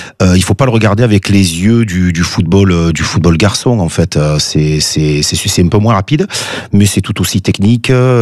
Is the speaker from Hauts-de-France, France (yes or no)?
no; Marseille, Provence-Alpes-Côte d'Azur, France; Ben, je suis de Marseille, donc. Ouais. Marseille, le plus dur à sortir, c'est le ballon, c'est pas l'enfant.